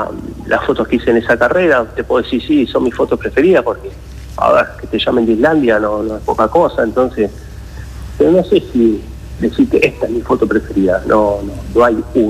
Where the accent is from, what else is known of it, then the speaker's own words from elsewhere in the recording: Argentina; sabemos que como argentinos estamos pasando un tema económico